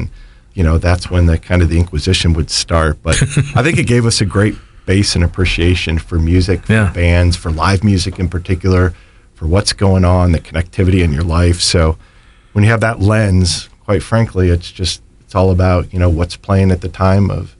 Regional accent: Stow, Ohio, United States; now in Copley Township, United States; So I was born and raised here in Northeast Ohio.

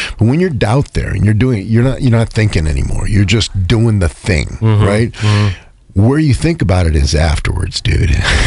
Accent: Ohio, United States; Growing up in Northeast Ohio and growing up in Ohio in general

